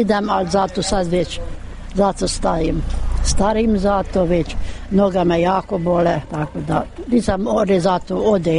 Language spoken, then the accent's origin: Croatian; Potony, Somogy, Hungary; Ja sam roda iz Potonja, ja sam prava Hrvatica.